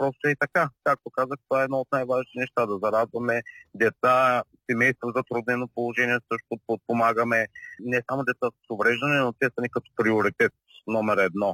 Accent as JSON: {"language": "Bulgarian", "town": "Burgas", "region": "Burgas Province", "country": "Bulgaria", "said": "Ние сме от Бургас."}